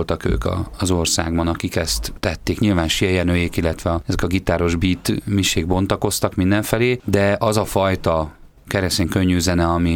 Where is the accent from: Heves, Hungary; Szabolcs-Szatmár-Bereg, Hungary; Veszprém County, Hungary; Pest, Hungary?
Pest, Hungary; Biatorbágy; mindig volt valaki vendég, mindig volt valaki plusz ott alvós, ott élős, javítóintézetes rokon, bárki, akinek kellett valami kis elvonulás otthonra, és akkor hozzánk érkezett Biatorbág